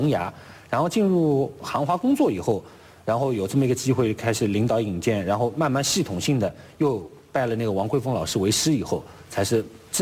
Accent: Hangzhou, Zhejiang, China; 因为首先第一点，我的一个先天优势就是我是杭州人，

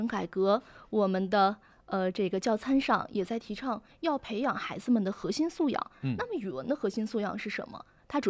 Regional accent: China; 我们是中国人，我们要认同自己的民族身份，这是刻在我们血脉之中的。

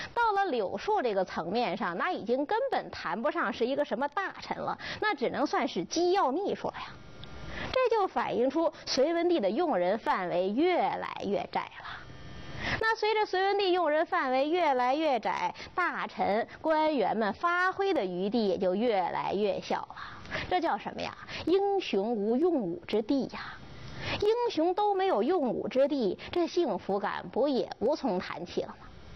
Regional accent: China; 我们中国人

